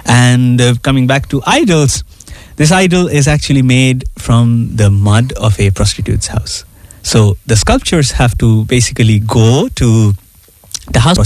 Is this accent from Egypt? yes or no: no; India; moved away